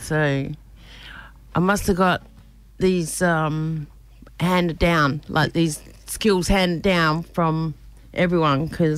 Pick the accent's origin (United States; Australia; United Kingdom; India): Australia; South Australia; So I'm Googada Mob. That's West Coast, South Australia. Gawler Rangers. But I grew up here on Kaurna land.